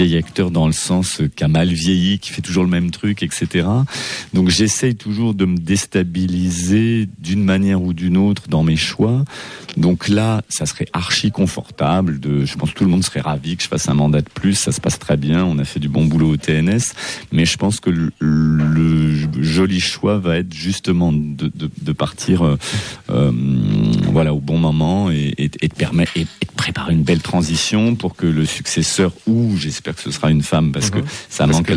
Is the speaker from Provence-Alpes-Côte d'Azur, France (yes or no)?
yes; Avignon, Provence-Alpes-Côte d'Azur, France; born there; Oui, je suis né dans le Hof, à Avignon.